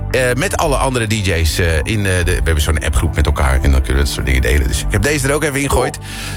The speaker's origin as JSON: {"language": "Dutch", "town": "Amsterdam", "region": "North Holland", "country": "Netherlands", "tie": "born there", "said": "Ik ben Amsterdammer, hè, geboren tenminste. Inmiddels al een tijdje niet meer, hoor."}